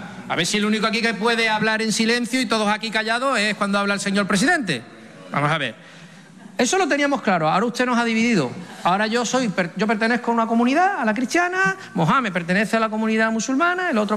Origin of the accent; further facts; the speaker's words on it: Ceuta, Spain; Yo soy ceutí, yo he nacido aquí, sé lo que es la convivencia. Mire usted, cuando yo era un niño tenía muy claro una cuestión, que era español.